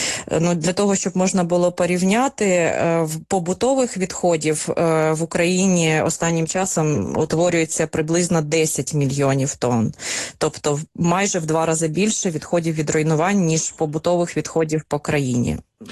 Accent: Kherson, Kherson Oblast, Ukraine; я з Херсона

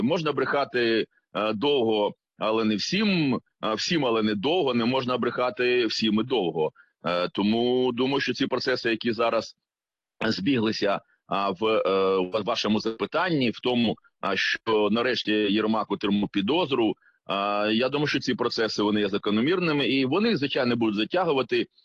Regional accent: Mykolaiv Oblast, Ukraine; моєї рідної Миколаївщини

